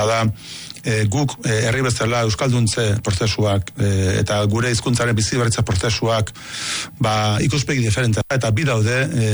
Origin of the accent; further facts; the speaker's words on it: Beasain, Basque Country, Spain; born there; nik Beasainen eta Goierren eta horrela bizitzen nuen